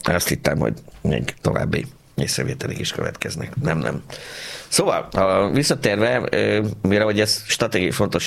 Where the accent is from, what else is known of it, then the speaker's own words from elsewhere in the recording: Pécs, Baranya, Hungary; born there; én pécsiként sosem libikókáztam, mert mi döcögőztünk